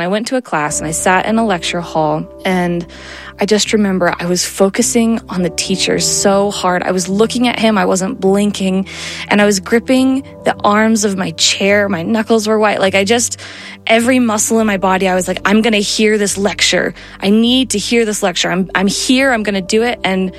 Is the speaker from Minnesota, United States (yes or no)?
yes; Minnesota, United States; I am from Minnesota. I'm 29.